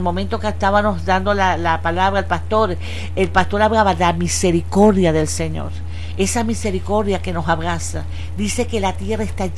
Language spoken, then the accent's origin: Spanish; Venezuela; Para podernos levantarnos como venezolanos, para levantarnos porque somos hermanos.